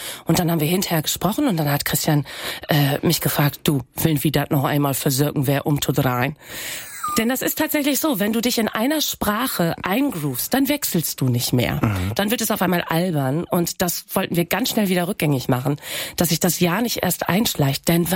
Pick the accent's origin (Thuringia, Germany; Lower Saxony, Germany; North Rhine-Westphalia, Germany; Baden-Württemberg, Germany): Lower Saxony, Germany; Oldenburg; Das war mal ganz spannend, weil ich bin in Oldenburg zur Schule gegangen. Und auch in Oldenburg spricht man ein anderes Platt als in Ostfriesland. Eigentlich spricht man überall ein anderes Platt. Und dann musste ich immer vorher sagen, Moin … ich prout auch Platt.